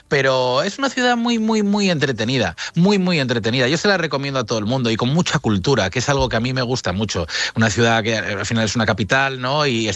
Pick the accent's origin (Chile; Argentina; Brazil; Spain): Spain; Vigo, Galicia; born there; Vigo, que yo vivo en Madrid y nací en Vigo, son dos ciudades que conozco a la perfección.